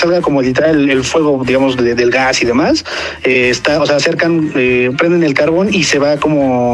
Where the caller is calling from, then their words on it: Aguascalientes, Mexico; Del meritito Aguascalientes.